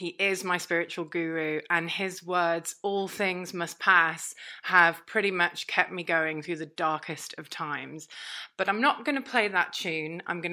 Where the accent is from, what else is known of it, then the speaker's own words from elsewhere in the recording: Liverpool, North West England, United Kingdom; moved away; I've had to come back to convalesce in my hometown of Liverpool.